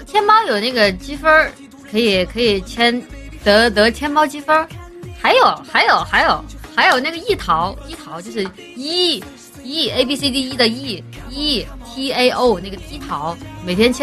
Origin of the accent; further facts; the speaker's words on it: Guangdong, China; accent: Cantonese-accented (Guangdong); moved away; 因为我是广东人呐、啊，所以我说话有一点点广东腔。